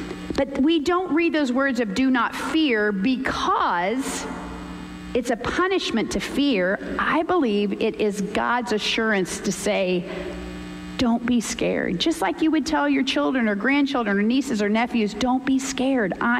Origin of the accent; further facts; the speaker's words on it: Missouri, United States; we're from Missouri